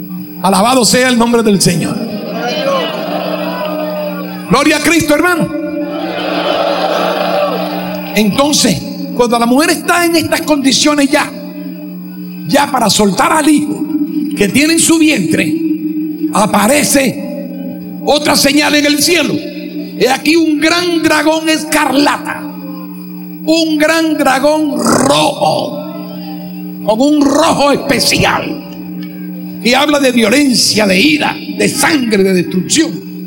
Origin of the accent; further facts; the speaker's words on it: Peru; Somos ciudadanos peruanos, trabajamos por el bienestar del Perú